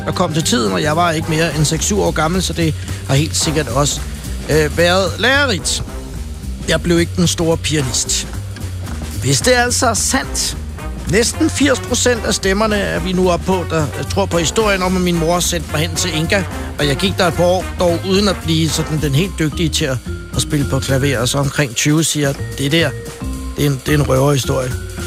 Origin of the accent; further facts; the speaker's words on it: Virum, Capital Region of Denmark, Denmark; Kaplevej i Virum, hvor jeg er vokset op.